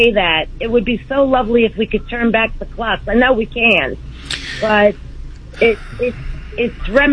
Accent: New York, United States; now in Charleston, South Carolina, United States; I'm 69. I was born and brought up in New York. And when I went to school, it was multicultural.

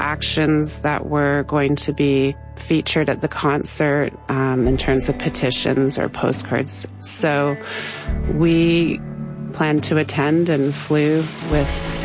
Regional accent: India; born there; I was born in India to my Tibetan father and my Canadian mother.

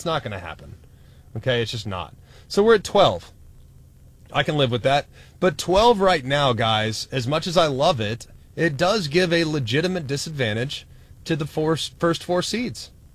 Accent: Texas, United States; I'm from Texas.

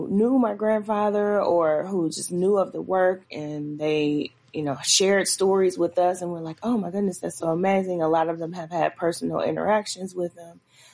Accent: Chicago, Illinois, United States; but very much important about for me as a Chicagoan and other Chicagoans, of course, because it impacted the future of Chicago forever.

